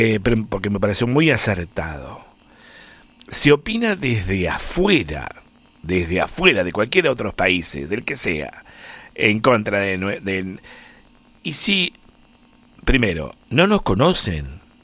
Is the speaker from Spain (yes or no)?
no; Argentina; no me toquen a la Argentina, no, porque soy argentino